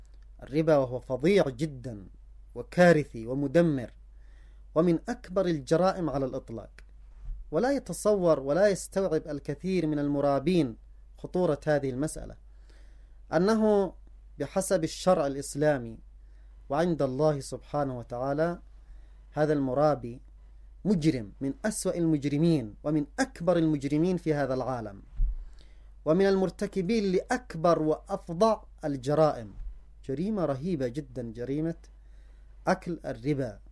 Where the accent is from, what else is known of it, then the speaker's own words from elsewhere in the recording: Yemen; الجانب الآخر في أن نعي كيف نعمل بواقعنا نحن كشعب يمني